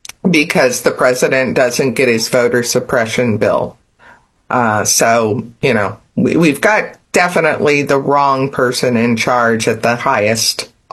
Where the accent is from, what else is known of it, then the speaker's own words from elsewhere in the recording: Madison, Indiana, United States; grew up in southern Indiana in a time when that was a pretty Democratic area. But my hometown, Madison, has always been pretty balanced between Republicans and Democrats.